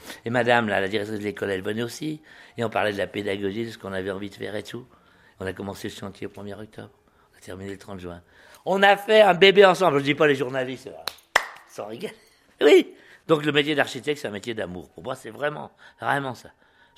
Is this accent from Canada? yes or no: no; Annecy, Auvergne-Rhône-Alpes, France; born there; Je suis au Quai Jules Philippe, à l'école du Quai Jules Philippe